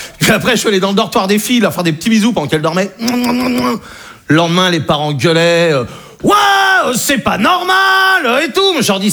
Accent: Brittany, France; je suis breton, j'ai 20 ans.

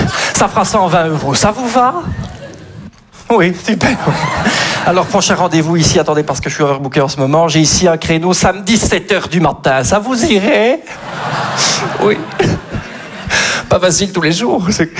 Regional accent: Belgium; je suis belge.

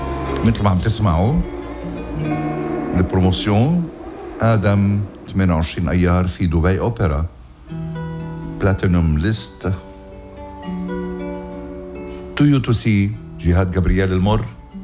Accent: Lebanon; هيدا نحن يا لبنانية هيدا وجودنا بهالوطن ثقافة الخير بوطننا لبنان

